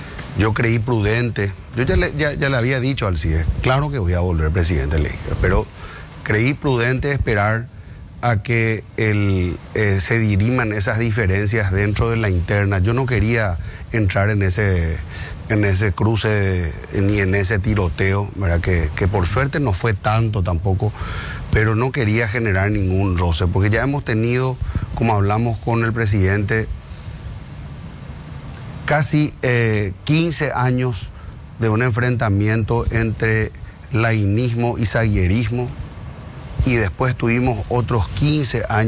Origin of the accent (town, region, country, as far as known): Paraguay